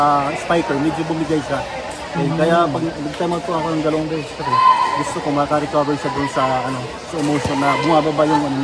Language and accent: Tagalog; Marikina, Metro Manila, Philippines; Lalo na lang po sa amin sa Marikina